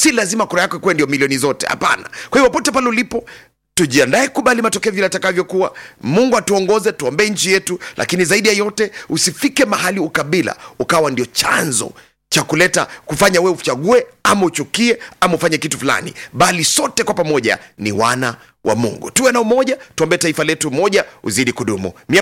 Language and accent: Swahili; Kenya; Sote tu wa Kenya